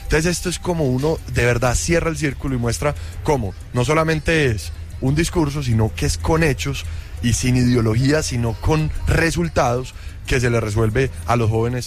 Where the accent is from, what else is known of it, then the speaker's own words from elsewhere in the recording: Antioquia, Colombia; pues siempre serán bienvenidos aquí a Medellín, viviendo los valores que nos caracterizan como paisas, como antioqueños.